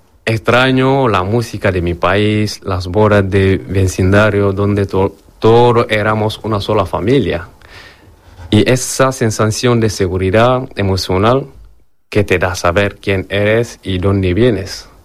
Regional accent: Mali; moved away; Cuando me fui de Mali, hace 3 años, en un momento que quedarme ya no era una opción si quería conservar mi vida. y mi libertad. La solución en mi país se volvió insostenible

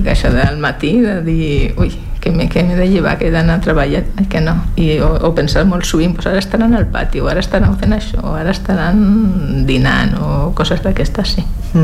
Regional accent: Sotillo del Rincón, Castile and León, Spain; born there; moved away; Al meu poble pues, he vist que abans era un poble rural, per dir-ho així, totalment de gent que es dedicava a l'agricultura i a la ramaderia, i ara és un poble turístic.

